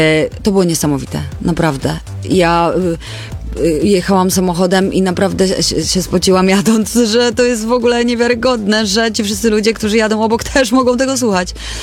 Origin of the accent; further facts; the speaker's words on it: Łódź, Łódź Voivodeship, Poland; to była gala w Łodzi, więc moje rodzinne miasto